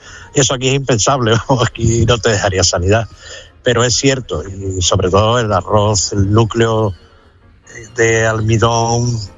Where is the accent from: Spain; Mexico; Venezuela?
Spain; Coria del Río, Andalusia